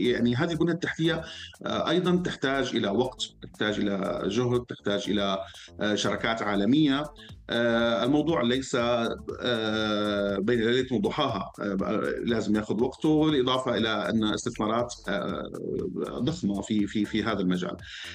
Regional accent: Syria; أنا كمواطن سوري

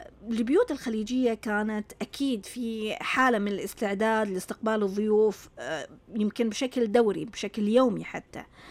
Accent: Saudi Arabia; عندنا في السعودية

